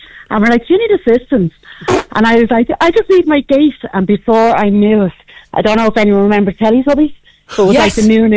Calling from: Dublin, Leinster, Ireland; I'm from Dublin

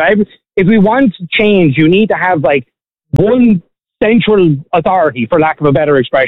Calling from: Ireland; So as Irish people, we're a very duplicitous people.

